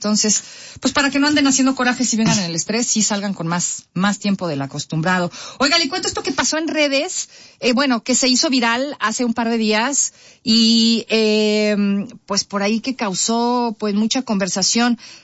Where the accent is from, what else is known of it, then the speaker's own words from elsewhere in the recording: Mexico; Somos mexicanos, insisto